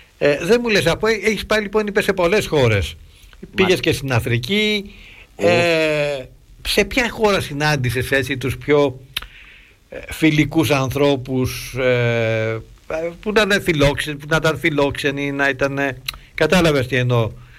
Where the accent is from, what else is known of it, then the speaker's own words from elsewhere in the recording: Mani, Peloponnese, Greece; Εγώ είμαι Πελοποννήσιος, η καταγωγή μου. Εν πάση περιπτώσει.